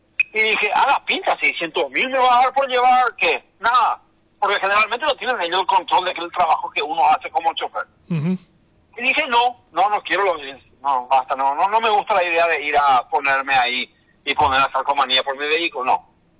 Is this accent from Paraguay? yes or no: yes; Paraguay